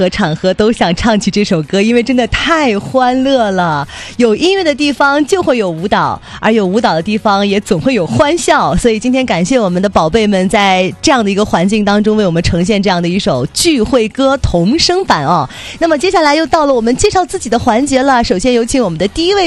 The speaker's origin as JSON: {"language": "Chinese", "region": "Jilin", "country": "China"}